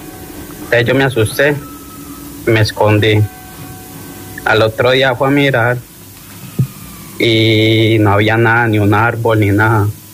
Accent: Medellín, Antioquia, Colombia; Yo soy de Medellín.

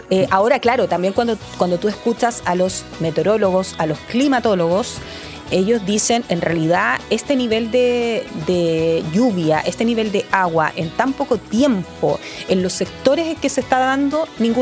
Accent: Santiago, Santiago Metropolitan Region, Chile; los santiaguinos tenemos, me incluyen los santiaguinos

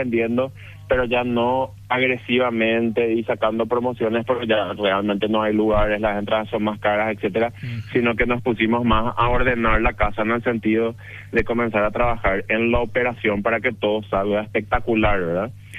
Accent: Paraguay

